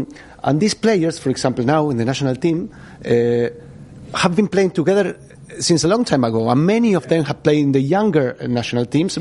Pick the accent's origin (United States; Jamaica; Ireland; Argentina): Argentina; And then I'm coming from Argentina, and there's a different understanding of what football is.